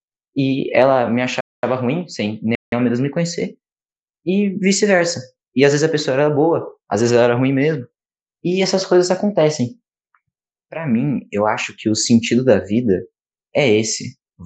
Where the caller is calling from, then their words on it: São Paulo, Brazil; eu sou do interior de São Paulo, moro em Itaiúba, sou estudante da ETEC de Bebedouro, primeiro ano